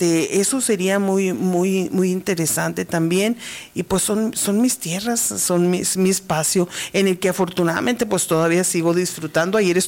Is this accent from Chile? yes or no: no; Cananea, Sonora, Mexico; las interesantes, divertidas, fabulosas historias de mi pueblo